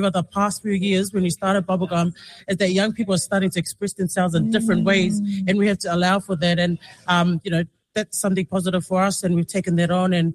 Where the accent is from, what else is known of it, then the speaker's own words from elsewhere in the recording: Otara, Auckland, New Zealand; I grew up in Otara, born and bred